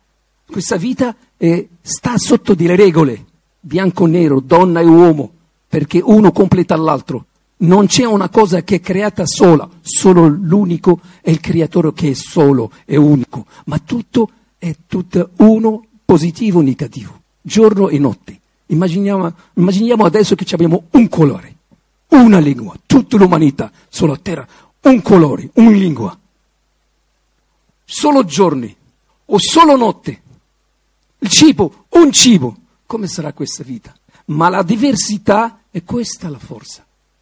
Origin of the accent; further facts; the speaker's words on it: Morocco; now in Rome, Italy; io sono del Marocco